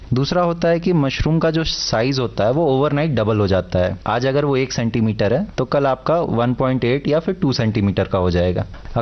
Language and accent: Hindi; Ranchi, Jharkhand, India; और मैं रांची झारखंड का ही रहने वाला हूँ।